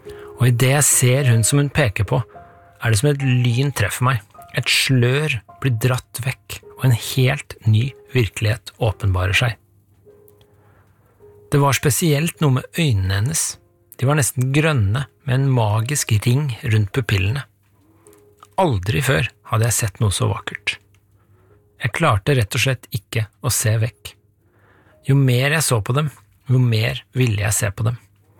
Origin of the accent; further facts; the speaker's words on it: Vormsund, Akershus, Norway; hjemme I Vormsund der jeg vokste opp. En drøy halvtimes kjøring nordøst for Oslo.